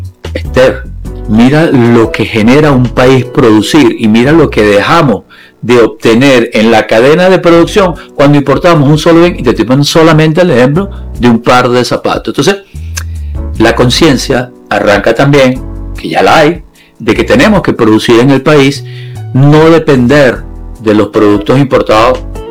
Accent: Venezuela

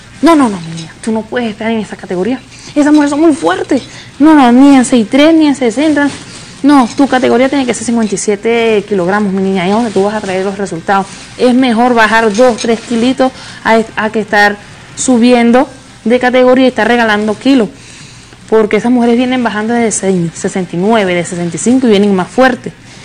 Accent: Venezuela; Y yo, chiquita, pero y flaca, pero aún así, adelante como todo venezolano.

